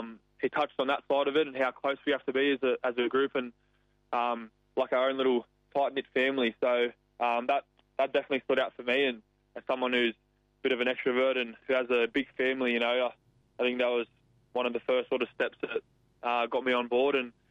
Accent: Penrith, New South Wales, Australia; I'm a kid from Penrith, an hour out from the closest beach.

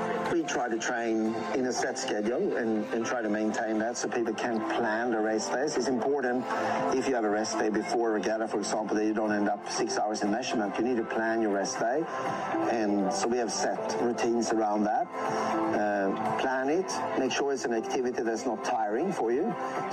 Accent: Sweden; moved away as an adult; also born or lived in Western Australia; now in Sydney, Australia; I'm from Sweden originally, and I've lived in WA since 2013

